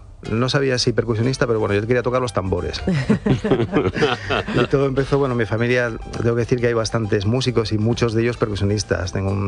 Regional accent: Avilés, Asturias, Spain; yo soy de Avilés, y en esa ciudad se festeja mucho la Semana Santa

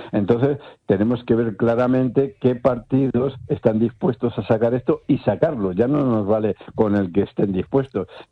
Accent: Spain; porque todos somos españoles

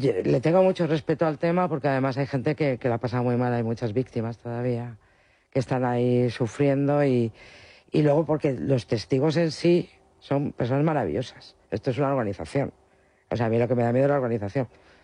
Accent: Spain; O sea, Los Domingos la entiendo perfectamente porque está en nuestra forma de ser como españoles.

